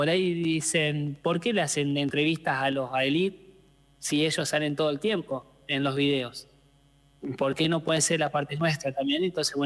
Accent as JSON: {"language": "Spanish", "town": "Mina Clavero", "region": "Córdoba", "country": "Argentina", "said": "Exactamente, Mina Clavero, que tenemos a como mucho 20 minutos en medio de la montaña."}